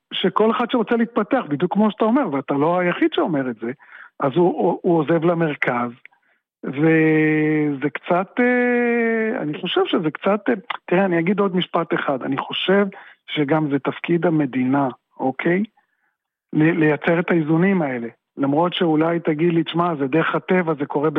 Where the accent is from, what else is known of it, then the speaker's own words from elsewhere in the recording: Haifa, Haifa District, Israel; moved away; גם אני במקור חיפאי